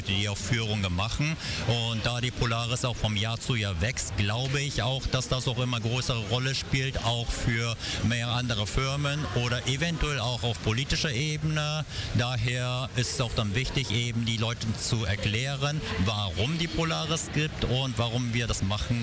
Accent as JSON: {"language": "German", "region": "Hamburg", "country": "Germany", "tie": "born there", "also_born_or_lived": "Japan", "said": "aber ich bin in Hamburg und habe auch zumindest unter deutschen Städten nur in Hamburg gelebt."}